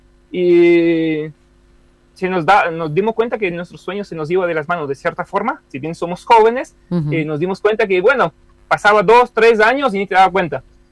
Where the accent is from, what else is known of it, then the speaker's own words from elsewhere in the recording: El Soberbio, Misiones, Argentina; moved away; also born or lived in Eldorado, Misiones; yo soy de Soberbio, Mica es de Iguazú. Entonces, bueno, pero vivimos en El Dorado por mucho tiempo, creo que más de 8 o 9 años.